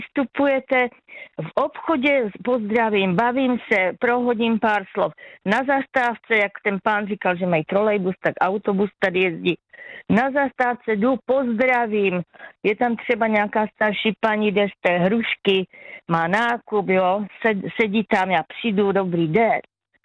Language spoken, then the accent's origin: Czech; Olomouc, Olomouc Region, Czechia; moved away as an adult; now in village near Olomouc, Czechia; já jsem rodačka z Olomouce, jsem se narodila v Olomouci, žila tam plno let. Já nevím, přes 32 let a přistěhovala jsem se po letech potom s přítelem